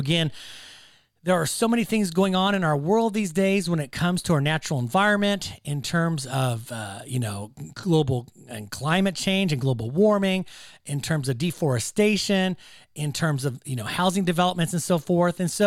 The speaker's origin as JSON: {"language": "English", "town": "Davis", "region": "California", "country": "United States", "tie": "born or raised there", "said": "my hometown here in Davis, California"}